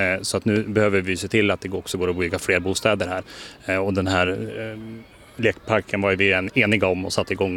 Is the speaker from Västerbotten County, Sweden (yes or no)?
no; Jämtland County, Sweden; now in Mattmar, Sweden; är 48 år gammal, född och uppväxt i Så mellan Undersåker och Åre, och bor numera i Mellbyn i Mattmar.